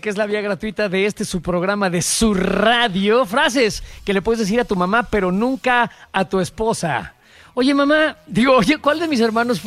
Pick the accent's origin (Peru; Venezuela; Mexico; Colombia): Mexico; Yo soy tan mexicano como ese señor que está bailando de conchero.